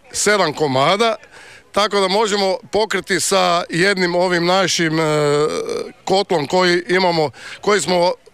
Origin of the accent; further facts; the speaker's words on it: Rugvica, Zagreb County, Croatia; dolazim iz Rugvice, malog mjesta koje je dosta bogato sa tradicijskim jelima